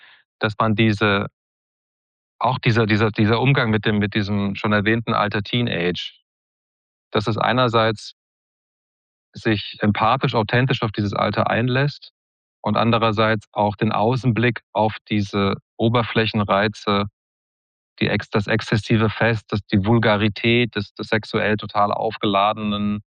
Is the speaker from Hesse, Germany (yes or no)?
yes; Maintal, Hesse, Germany; born or raised there